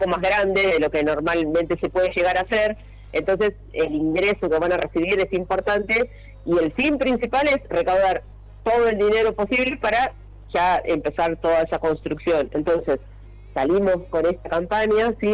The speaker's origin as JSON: {"language": "Spanish", "town": "Lincoln", "region": "Buenos Aires Province", "country": "Argentina", "said": "yo soy de Lincoln"}